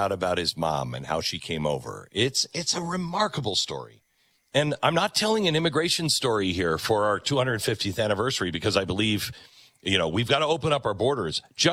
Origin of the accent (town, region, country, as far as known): Kentucky, United States